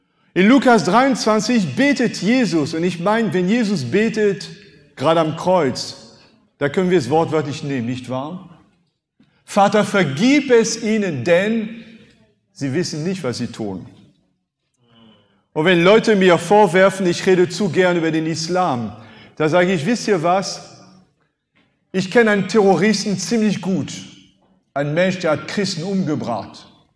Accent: France; first language French; German is a second language; now in Germany; Landsmann Napoleon. Napoleon hat etwas gesagt, nul n'est censé ignorer la loi. Das ist Französisch, meine Muttersprache.

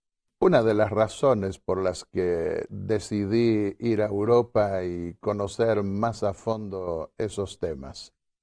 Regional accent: Argentina; born there; Nací en Argentina, pero trabajé en Uruguay, mi madre era uruguaya y pude sacar también mi ciudadanía uruguaya.

